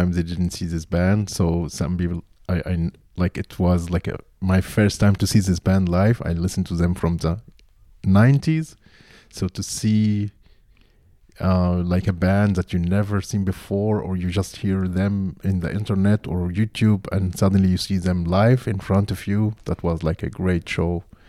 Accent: Cairo, Cairo Governorate, Egypt; English is a second language; now in Leipzig, Germany; I come from Cairo, Egypt, and I live in Leipzig since 6 years and a half, something like that.

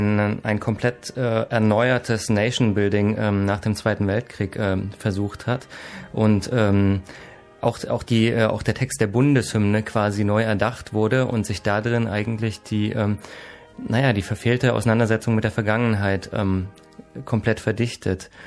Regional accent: Austria; Aber eigentlich sind wir Österreicher ja ein friedliebendes Völkchen von Menschen, die gerne Wein trinken und die Kultur lieben.

